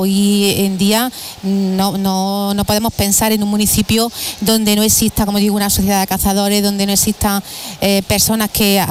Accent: Andalusia, Spain; en mi pueblo, por ejemplo, un pueblo de pequeño como el Ópera, hay una sociedad de caza y hay también otra de galgo. O sea que es algo que está muy arraigado en la provincia de Jaén.

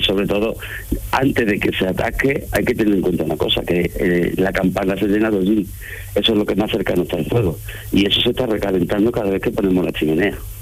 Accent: Andalusia, Spain; also born or lived in Seville; llevábamos pocos meses aquí viviendo los fines de semana y nos dimos cuenta que la vida realmente estaba aquí. Que ni mi mujer ni yo somos de Sevilla y que somos los dos de aquí de la provincia de Huelva. Y queríamos estar aquí y de hecho, pues bueno, ya en julio del año pasado nos mudamos aquí definitivamente

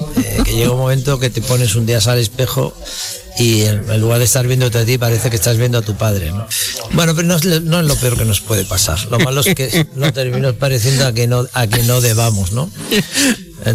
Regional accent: La Palma del Condado, Andalusia, Spain; Yo me retiré aquí, evidentemente, porque soy andaluz, soy de La Palma del Condado, y porque aquí está parte de mi memoria, ¿no? De mi infancia, ¿no?

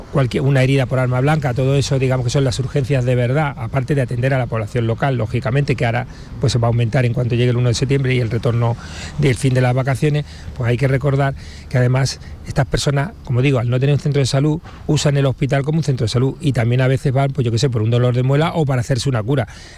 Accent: Spain; que también tenemos derecho como españoles a vivir en unas condiciones como pueda ser la persona de Algeciras que has comentado antes

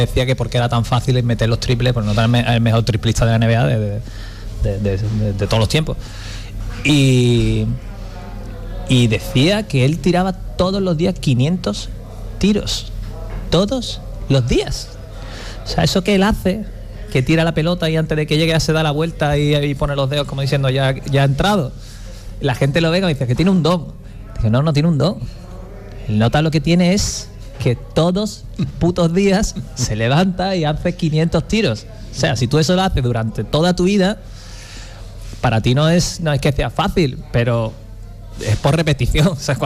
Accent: Cádiz, Andalusia, Spain; le dije que soy de Cádiz.

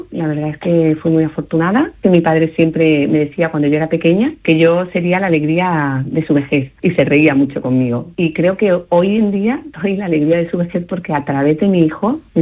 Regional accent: Seville, Andalusia, Spain; moved away; En segundo lugar, me mudé a Sevilla, que soy sevillana.

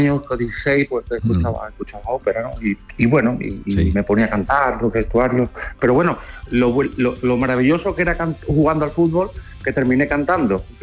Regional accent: Jerez de la Frontera, Andalusia, Spain; born there; moved away; volver a mi tierra, Jerez de la Frontera, a mi casa.

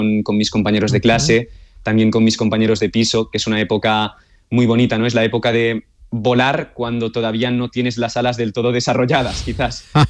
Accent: Olot, Catalonia, Spain; Yo nací en Olot, una pequeña ciudad del norte de España, y ya desde bien pequeñito, cuando tenía 7 años

